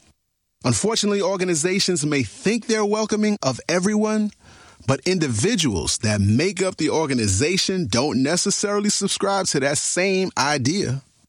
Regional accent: New York, United States; we're both from New York

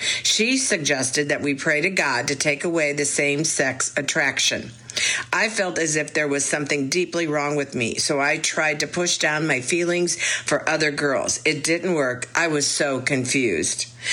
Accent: Columbia, Missouri, United States; I'd always felt different growing up in Columbia, Missouri, and was bullied for being too sensitive.

